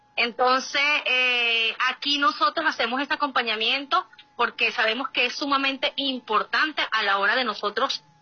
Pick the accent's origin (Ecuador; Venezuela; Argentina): Venezuela; Vine con unas expectativas un poco caídas, como muchos venezolanos y venezolanas